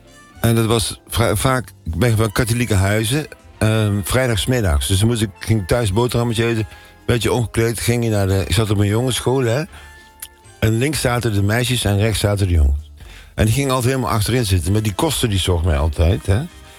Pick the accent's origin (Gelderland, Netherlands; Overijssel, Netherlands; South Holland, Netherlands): Gelderland, Netherlands; Nijmegen; Ik kom uit Nijmegen.